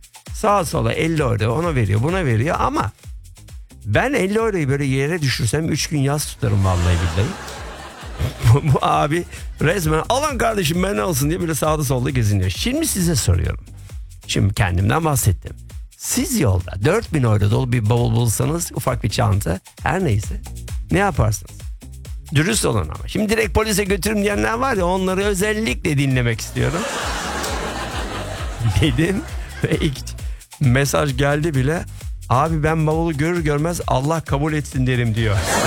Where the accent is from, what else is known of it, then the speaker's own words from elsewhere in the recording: Izmir, İzmir, Turkey; also born or lived in Ankara; now in Berlin, Germany; Babam Nevşehirli, annem Tokatlı. Ben Ankara'da doğdum. İzmir'de büyüdüm. Büyümeye çalıştım yani. 1.73'te kaldım. Ve Berlin'de yaşıyorum.